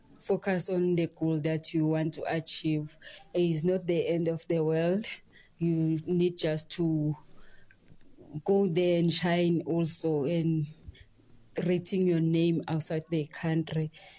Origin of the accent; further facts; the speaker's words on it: South Africa; I'm still standing as a South African